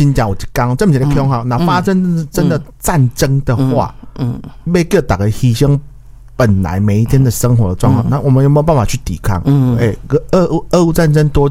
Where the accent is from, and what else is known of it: Taiwan